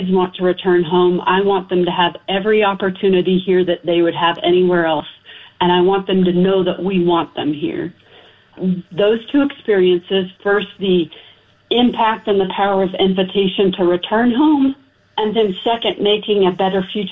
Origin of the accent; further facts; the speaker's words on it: Nebraska, United States; now in Gothenburg, United States; I grew up in a small town here in Nebraska